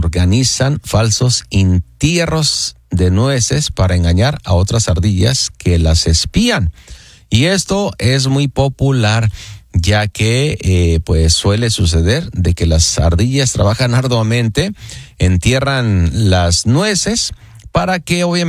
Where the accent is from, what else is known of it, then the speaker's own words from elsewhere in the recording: Guadalajara, Jalisco, Mexico; Yo que soy de Guanatos y mexicano, le digo gracias.